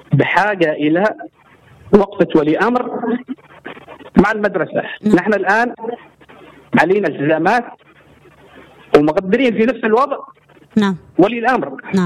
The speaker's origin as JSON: {"language": "Arabic", "region": "Aden", "country": "Yemen", "said": "إحنا أبناء عدن ونحن نحس الوضع هذا علينا كامل"}